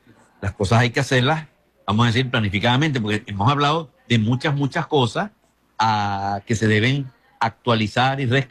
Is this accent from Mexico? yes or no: no; Venezuela